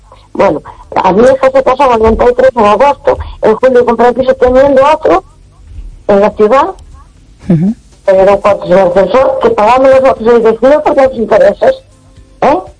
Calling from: A Coruña, Galicia, Spain; de Coruña.

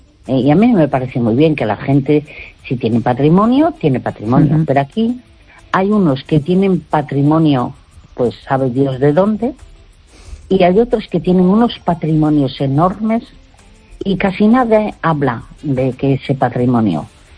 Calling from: Uruguay; de Uruguay

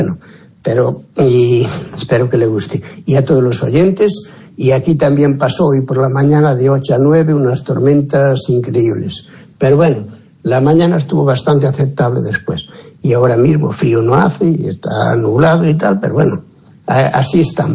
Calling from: Ferrol, Galicia, Spain; de Ferrol.

